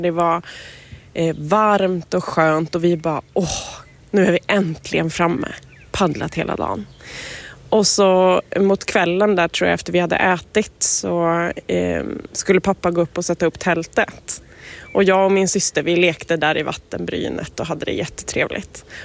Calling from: Karlstad, Värmland, Sweden

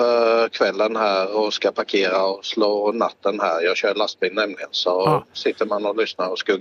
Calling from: Växjö, Kronoberg County, Sweden; Nej, jag är smålänning. Växjöbo, ja.

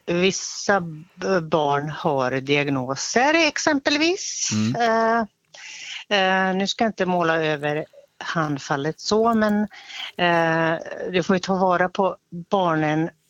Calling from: Finland; Jag kommer från Finland

